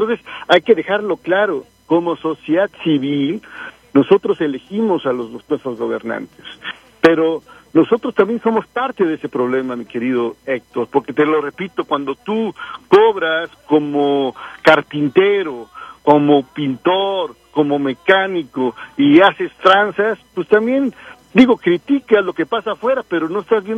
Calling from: Mexico City, Mexico; yo soy de la Ciudad de México

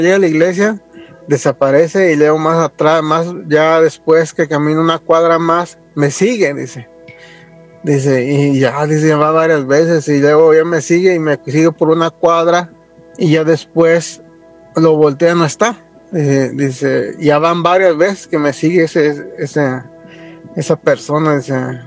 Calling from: Las Vegas, Nevada, United States; Hola, Yene Nacho, yo soy … de La Vegas, ¿cómo están? Hola, saludos de aquí de Las Vegas.

